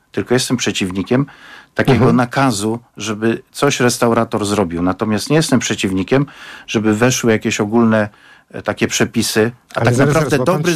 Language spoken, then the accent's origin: Polish; Zielona Góra, Lubusz Voivodeship, Poland; pochodzę z Zielonej Góry